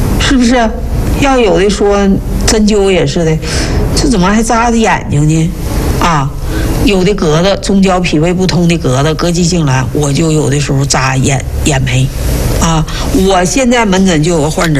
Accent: China; 所以说我们中国人既智慧啊

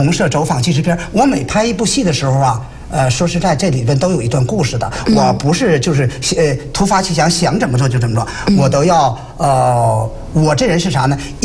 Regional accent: Jinzhou, Liaoning, China; accent: Northeastern (Jinzhou) dialect; 咱们东北话锦州话是吧

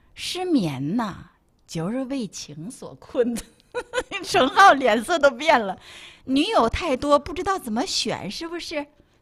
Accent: Baoding, Hebei, China; 我不知道大家现在能从我的口音里还能不能听出来我是河北保定人。

